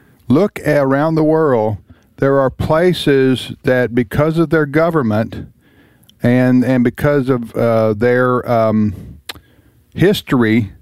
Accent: the South, United States

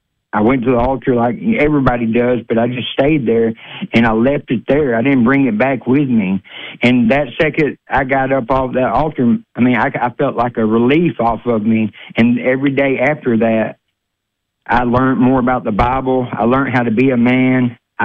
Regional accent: Harrisburg, Arkansas, United States; I'm from Harrisburg, Arkansas.

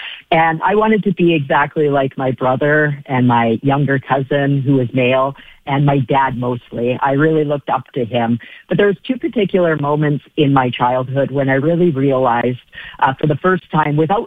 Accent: British Columbia, Canada; I was born in 1980, and I grew up in Vancouver, BC, Canada, on an island about 2 hours from Vancouver, downtown Vancouver, BC.

